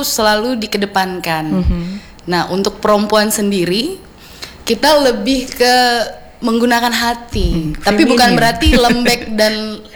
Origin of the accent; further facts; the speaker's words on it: Pontianak, West Kalimantan, Indonesia; Saya lahir besar di Kalimantan Barat, di Pontianak. Kalau ayah itu asli sukunya Bugis.